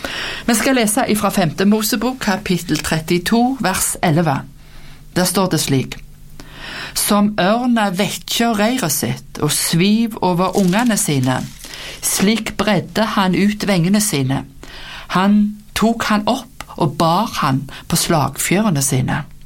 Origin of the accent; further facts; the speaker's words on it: Rennesøy, Rogaland, Norway; jeg var på besøk på sykehjemmen hjemme på Rennesøy i Rogaland, der jeg kom ifra.